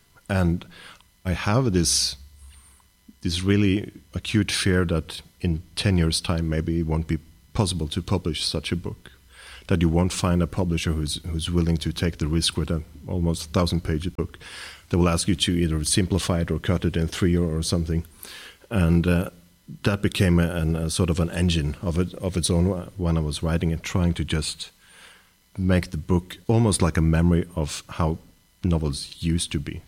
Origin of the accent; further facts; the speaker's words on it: Stavanger, Rogaland, Norway; Since I'm from Stavanger, which we call the oil capital of Norway, it has had a great impact on my life. The city of Stavanger completely changed from the early 70s. When I grew up, the city was still in a huge transformation period